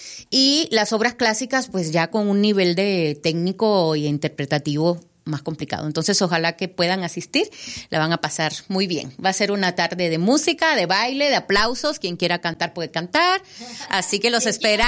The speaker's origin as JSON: {"language": "Spanish", "country": "Cuba", "lives_now": "Mexico", "said": "Bueno, yo soy cubana, esa nostalgia de llevo 13 años aquí ya en la universidad. Llevaba mucho tiempo queriendo hacer algo de Cuba"}